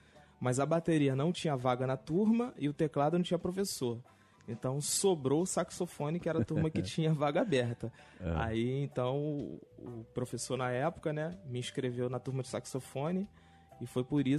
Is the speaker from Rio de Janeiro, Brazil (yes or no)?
yes; Rio de Janeiro, Brazil; Do Rio de Janeiro.